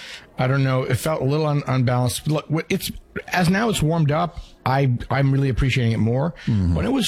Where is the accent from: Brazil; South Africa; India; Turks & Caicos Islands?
India; I'm a lychee guy, dude. I'm from India.